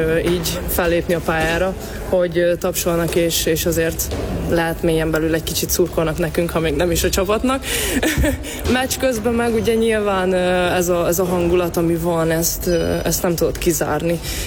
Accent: Hungary; magyarok vagyunk, Magyarországon játszunk

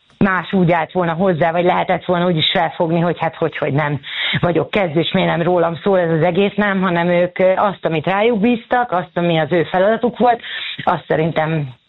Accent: Hungary; természetesen magyarként annak örültünk volna, hogyha Győr nyeri ezt a Bajnokok Ligáját

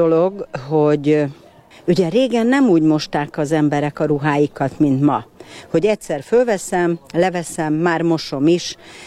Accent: Budapest, Hungary; Rákoskeresztúrról jöttem.

